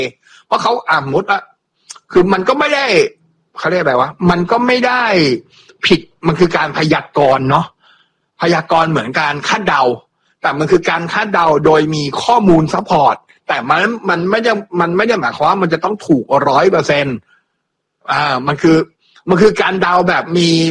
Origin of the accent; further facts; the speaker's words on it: Dao Khanong, Bangkok, Thailand; also born or lived in Rom Klao; ตอนเด็กๆผมก็โตที่นู่นนะครับผมเกิดแถวดาวคะนองแต่ผมไปโตอยู่แถวร่มเก้าโตถึงอายุประมาณ4ขวบ5ขวบมั้งถึงจะกลับเข้ามาอยู่ในดาวคะนองอีกรอบนึง